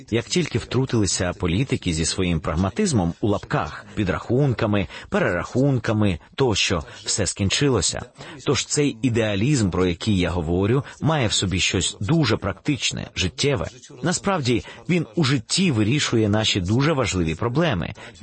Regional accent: Poland; ми тоді не питали, що ми з цього матимемо, як поляки.

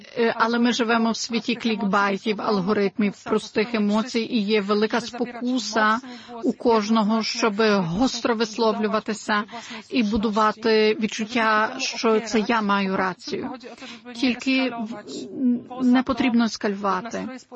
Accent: Poland; Ukrainian is a second language; як полька

